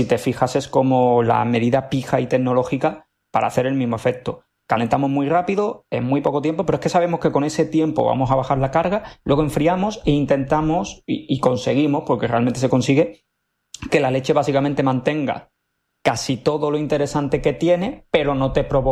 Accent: Seville, Andalusia, Spain; yo como sevillano

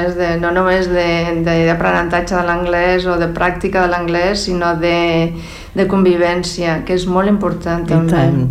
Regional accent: Castile, Spain; now in Catalonia, Spain; A veure, jo sóc d'allà, sóc castellana, però em sento catalana, clar, perquè he viscut aquí més que allà.

